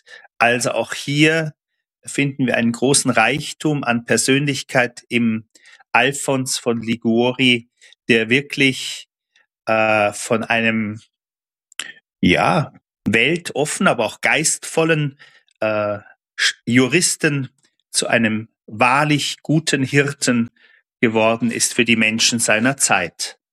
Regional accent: Saarbrücken, Saarland, Germany; das bei uns im Saarland etwa 20 Kilometer entfernt von meinem Heimathaus in Saarbrücken gelegen ist, in Buß bei Völklingen.

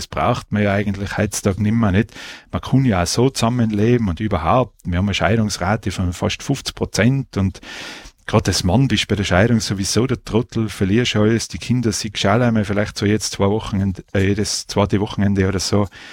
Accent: Innsbruck, Tyrol, Austria; also born or lived in Leoben; Ich bin in Innsbruck geboren und aufgewachsen. Nach dem Gymnasium hat es mich in die Steiermark verschlagen, auf die Montanuni in Leoben. Da habe ich meinen Diplom-Ingenieur gemacht und seit dem Studium bin ich wieder in Tirol.

